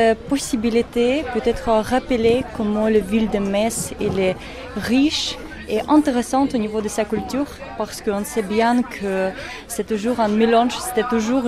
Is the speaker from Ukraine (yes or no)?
yes; Ukraine; en tant que quelqu'un qui est né de loin, je suis ukrainienne, je peux montrer comment les cultures différentes, ils peuvent se rencontrer